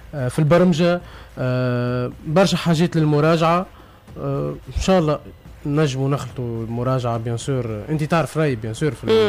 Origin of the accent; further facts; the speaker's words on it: Tunisia; كمواطن تونسي